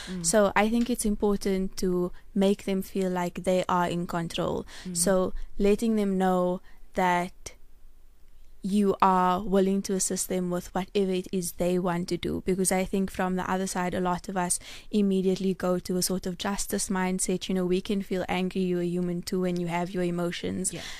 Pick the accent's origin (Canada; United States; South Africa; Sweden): South Africa; as South African women